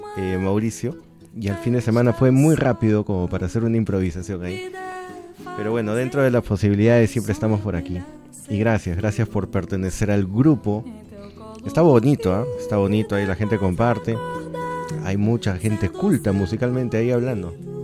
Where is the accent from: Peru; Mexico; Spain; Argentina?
Peru; Somos peruanos.